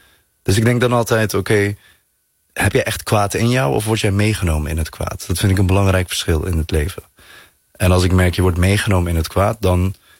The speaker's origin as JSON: {"language": "Dutch", "region": "North Brabant", "country": "Netherlands", "said": "Nee, want ik kom uit West-Brabant en daar was discriminatie best wel gewoon veel voorkomend."}